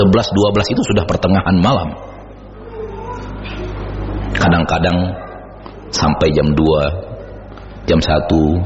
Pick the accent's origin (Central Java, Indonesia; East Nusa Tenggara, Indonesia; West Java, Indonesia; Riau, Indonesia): Riau, Indonesia; Pekanbaru; also born or lived in Bukittinggi, West Sumatra; Saya orang Bukit Tinggi, walaupun besar di Pekanbaru.